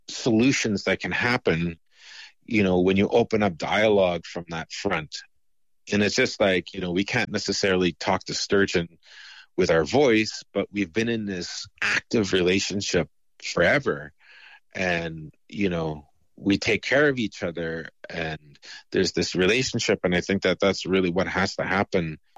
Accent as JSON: {"language": "English", "country": "Canada", "tie": "born or raised there", "said": "where I grew up in Winooe."}